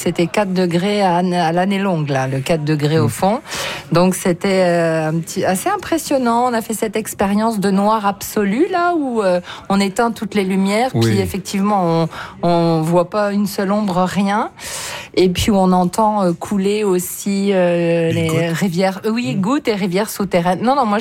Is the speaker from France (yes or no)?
no; Quebec, Canada; chez nous, au Bas-Saint-Laurent